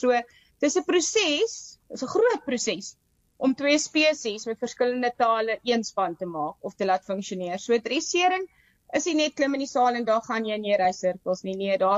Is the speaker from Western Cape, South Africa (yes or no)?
no; Northern Cape, South Africa; Ons is van Appington af in die Noord-Kaap, Louisville.